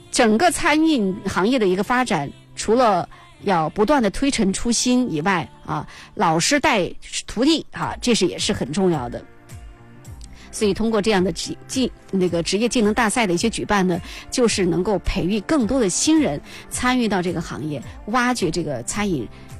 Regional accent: Chongqing, China; 其实以前进入到川菜当中的什么鱼香肉丝这都是咱们重庆人创建的不管怎么说嘛

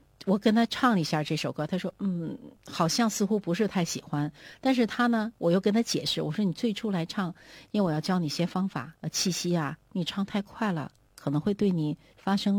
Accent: Beijing, China; moved away as an adult; now in New Zealand; 我是北京人，土生土长的北京生、北京长。

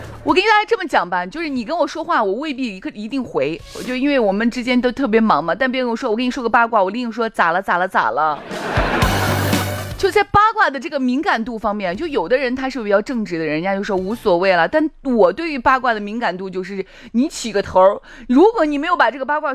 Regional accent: Shaanxi, China; 我们陕西方言女招

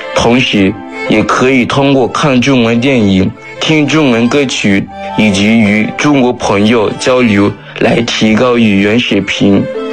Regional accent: Republic of the Congo; Chinese is a second language

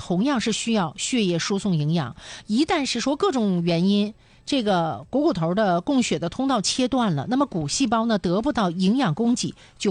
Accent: Dalian, Liaoning, China; 对咱们大连人来讲呢

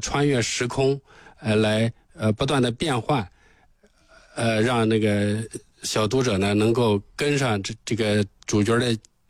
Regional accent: China

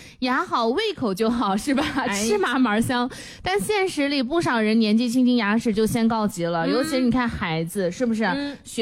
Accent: China; 我们中国人

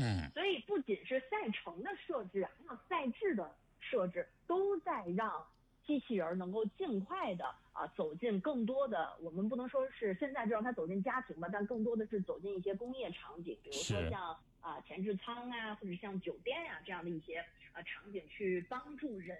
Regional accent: China; 就很像我们中国人从小就知道的一个故事

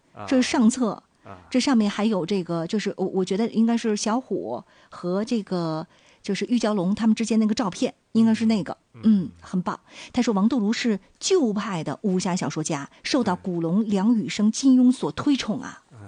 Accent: Dalian, Liaoning, China

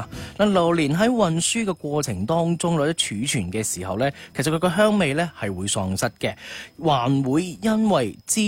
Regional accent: Guangdong, China

